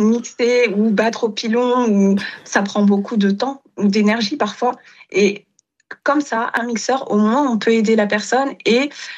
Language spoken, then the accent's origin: French; Senegal; on va obtenir un fond de marmite qu'on appelle chez nous au Sénégal le rogne.